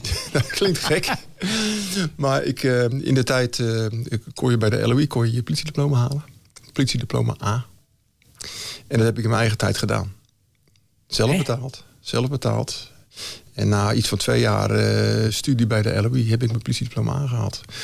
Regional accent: Katwijk, South Holland, Netherlands; En mijn vader die kreeg uiteindelijk een baan in Katwijk als leraar. De Juliane MAVO. En daar heb ik de eerste jaren van mijn leven doorgebracht.

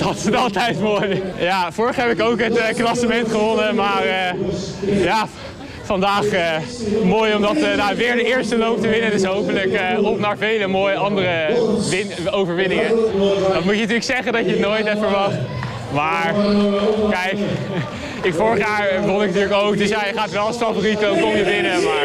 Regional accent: Voorhout, South Holland, Netherlands; Ik kom uit Voorhout, dus ja, dat is natuurlijk het belangrijkste

